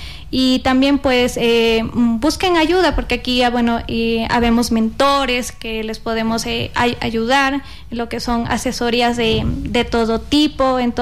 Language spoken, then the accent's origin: Spanish; Ecuador; como ecuatorianos tenemos mucho talento